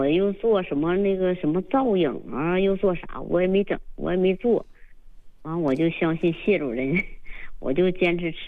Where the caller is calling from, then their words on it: Northeast China, China; 我是东北的。